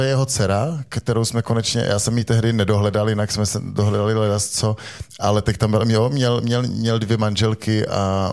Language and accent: Czech; Prague, Czechia; A zároveň jsem viděl, že do té Prahy zpátky chci, protože přece jenom jsem rodilý Pražák